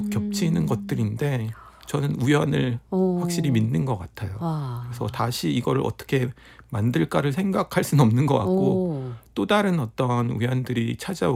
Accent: South Korea; 한국 사람이면서

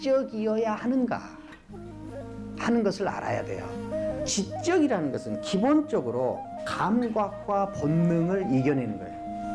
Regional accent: Hampyeong, South Jeolla, South Korea; moved away; 그래서 제 고향을 사랑해요. 저는 한평을 사랑합니다.

